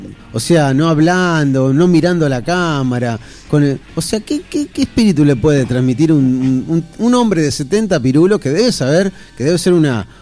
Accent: Argentina

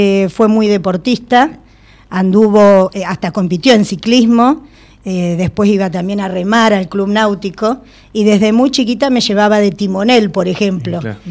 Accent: Zárate, Buenos Aires Province, Argentina; soy oriunda de Zárate.

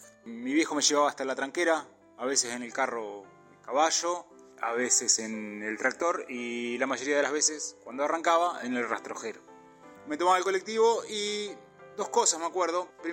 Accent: Carlos María Naón, Buenos Aires Province, Argentina; Así que lo único que comunicaba al pueblo del cual venía el colectivo y a mi pueblo, a Carlos María Nahón y a Deney, con 9 de julio era ese colectivo.

